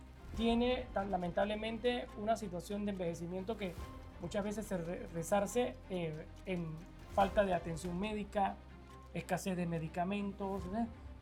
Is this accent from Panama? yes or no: yes; Panama